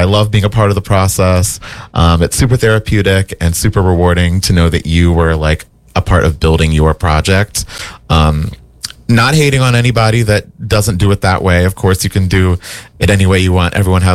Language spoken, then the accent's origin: English; East Coast, United States; now in Minneapolis, United States; I'm from the East Coast